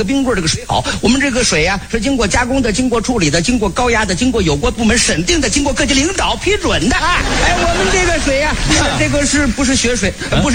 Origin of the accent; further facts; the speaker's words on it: Xi'an, Shaanxi, China; also born or lived in Tongchuan; 那个时候小时候在铜川生活